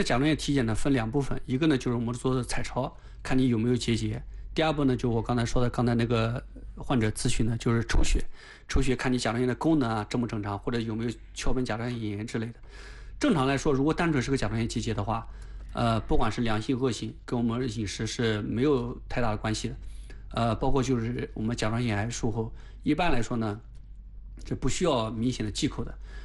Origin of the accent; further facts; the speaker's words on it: Anhui, China; 尤其是我们安徽人，像我们内地人，这个海产品摄入量本身就很少，